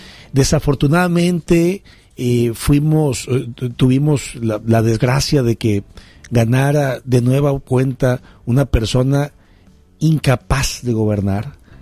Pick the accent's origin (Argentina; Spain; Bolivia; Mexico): Mexico; nos encontramos inmersos como mexicanos